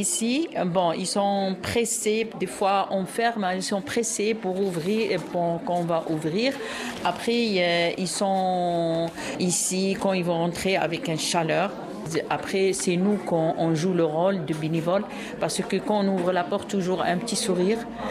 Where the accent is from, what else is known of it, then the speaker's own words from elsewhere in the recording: Algeria; French is a second language; now in France; Moi, je suis algérienne.